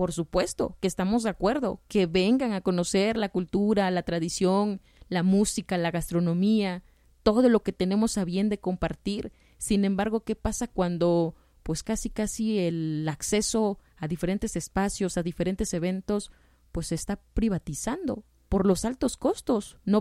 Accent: Oaxaca, Mexico; somos los oaxaqueños

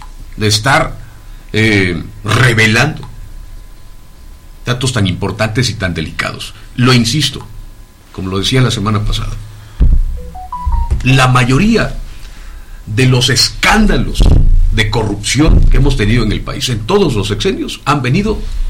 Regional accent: Juchitán, Oaxaca, Mexico; en Mijuchitán, en donde yo nací, en donde trabajo, en donde vivo

